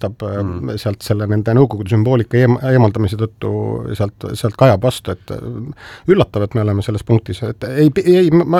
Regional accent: Saare County, Estonia; now in Tallinn, Estonia; minu kodusaarelt pärit

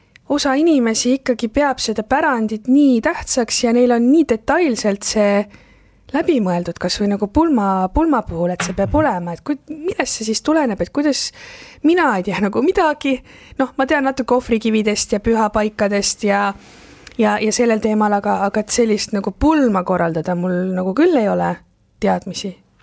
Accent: Tartu, Tartu County, Estonia; ma olen küll Tartust pärit, Toomemäel olen ma palju käinud ülikooli ajal

